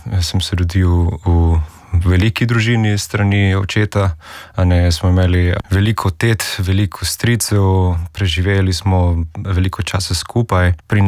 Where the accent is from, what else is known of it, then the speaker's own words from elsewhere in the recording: Colombia; Slovenian is a second language; moved away as an adult; also born or lived in Houston, United States; now in Slovenia; sem iz Kolumbije, že 6 let živim v Sloveniji